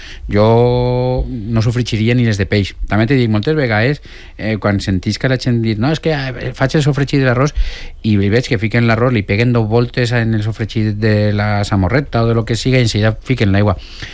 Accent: Xàtiva, Valencian Community, Spain; I en l'Alcúdia i en Aixàtiva sempre, jo sóc d'Aixàtiva

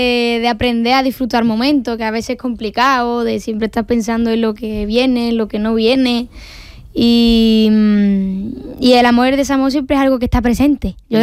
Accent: Seville, Andalusia, Spain; que tuve la oportunidad de compartirlo en mi tierra, en Sevilla

